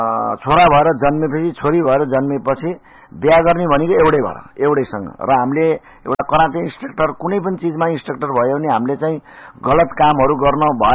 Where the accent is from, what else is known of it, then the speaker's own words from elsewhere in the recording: Tilottama, Lumbini Province, Nepal; म यहीँको बासिन्दा तिलोतमा नगरपालिका 15 को बासिन्दा भएको हुनाले